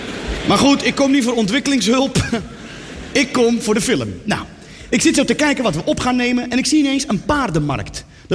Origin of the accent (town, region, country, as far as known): Netherlands